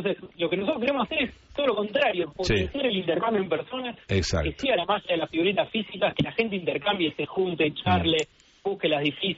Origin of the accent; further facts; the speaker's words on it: Rosario, Santa Fe, Argentina; Yo soy de Rosario